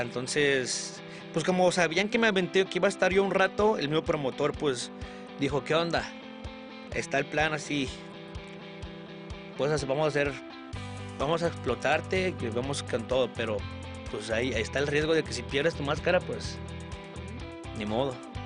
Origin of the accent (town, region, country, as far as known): Mexico